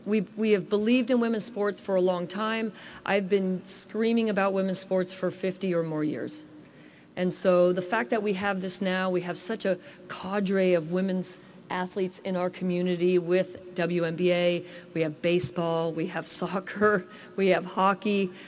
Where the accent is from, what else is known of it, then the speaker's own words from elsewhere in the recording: San Jose, California, United States; as a young girl, growing up in South San Jose